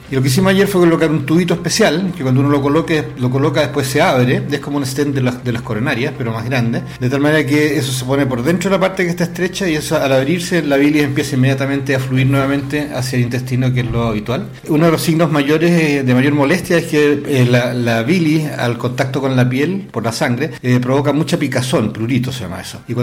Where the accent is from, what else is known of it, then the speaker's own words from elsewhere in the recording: O'Higgins, Chile; Yo me crié aquí en Millaray, al lado, cerca de Quinta Tilcoco. Mi papá tenía un campo ahí, yo siempre venía todos los fines de semana